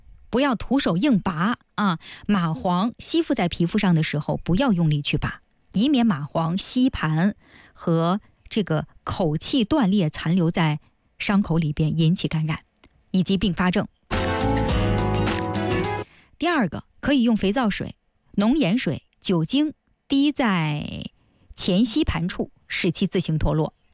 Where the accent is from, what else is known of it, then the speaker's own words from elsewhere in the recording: Northeast China, China; moved away; 毕竟我是个东北人